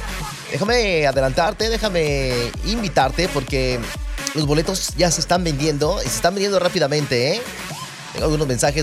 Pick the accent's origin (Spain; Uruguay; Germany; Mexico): Mexico; también podremos celebrar como buenos mexicanos la victoria de México